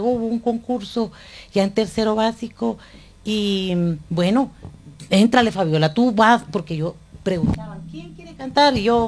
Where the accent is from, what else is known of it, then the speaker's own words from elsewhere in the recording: San Pedro Sacatepéquez, San Marcos, Guatemala; ya nos vinimos, ya estaba mi hermana Maritza, la mayor, uh-huh, Patty, y luego ya estaba yo, ya nos vinimos para uh-huh acá a San Pedro, y somos sanpedranas y sanpedranos al 100%.